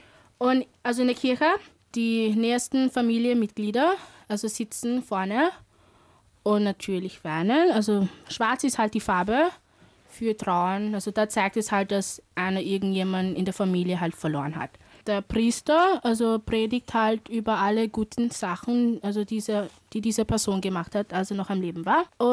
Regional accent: Jamaica; ich komme aus Jamaika. Ich bin 14 Jahre alt und besuche Theodor Grauer Gymnasium.

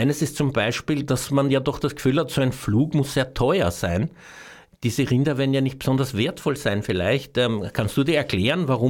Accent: Austria; Naja, bei uns in Österreich werden ja Stiere geschlachtet

